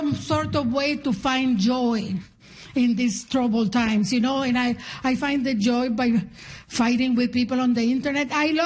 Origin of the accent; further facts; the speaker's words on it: Nicaragua; Because I'm from Nicaragua and we always feared an American invasion.